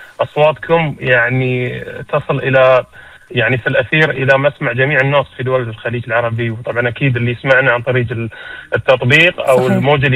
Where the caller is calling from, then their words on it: Bahrain; عندنا في البحرين